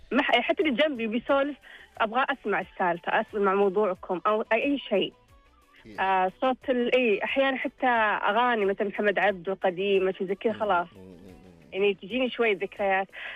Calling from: Khobar, Eastern Province, Saudi Arabia; من الخبر.

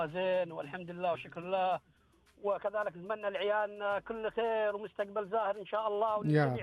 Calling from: Dammam, Eastern Province, Saudi Arabia; اكلمك من الدمام

